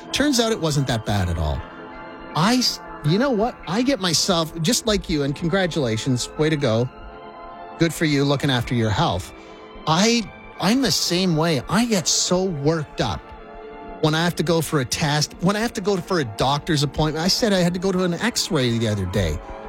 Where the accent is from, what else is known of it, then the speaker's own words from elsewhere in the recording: Saskatchewan, Canada; now in Alberta, Canada; when I was a kid growing up in Saskatchewan